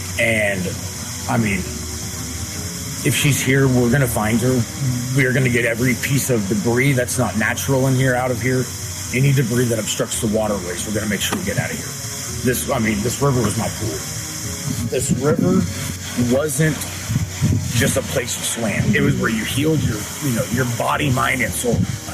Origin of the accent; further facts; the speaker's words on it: Kerrville, Texas, United States; I mean, I'm from Kerrville.